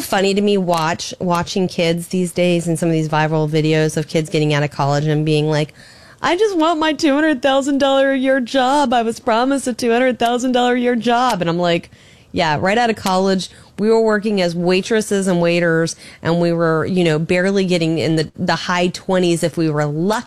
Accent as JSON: {"language": "English", "area": "Brevard County", "region": "Florida", "country": "United States", "moved": "yes", "said": "I, of course, am from Brevard County, Florida. I am from the Space Center in Florida."}